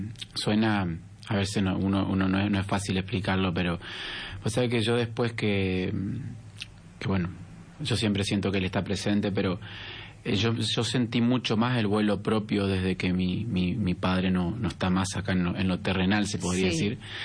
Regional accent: Lanteri, Santa Fe, Argentina; now in Reconquista, Argentina; de mis integrantes del grupo, dos somos oriundos de Lanteri. Bueno, Julián Sánchez, que está en batería, él es oriundo de Lanteri, vive en Avellaneda, pero también como yo somos... criados en Lanteri.

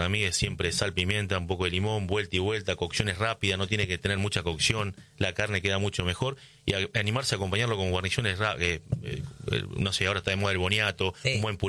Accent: Cruz Alta, Córdoba, Argentina; born there; moved away as an adult; now in Santa Fe, Argentina; tampoco soy santafesino, yo nací en Cruz Alta, Córdoba, a la vera del río Carcarañá, nos divide el río, así que de un lado es Córdoba, otro a Santa Fe. Cuando llegué en el 2013 a cocinar a Santa Fe

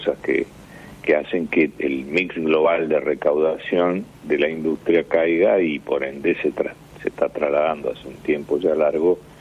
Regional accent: Argentina

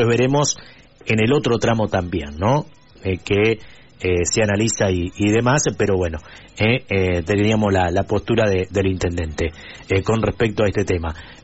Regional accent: Argentina

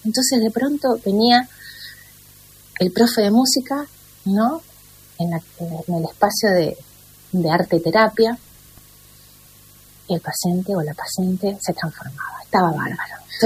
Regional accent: Nueve de Julio, Buenos Aires Province, Argentina; also born or lived in Bolívar; De 9 de julio.

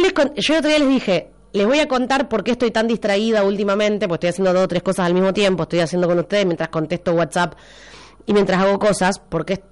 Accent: Argentina

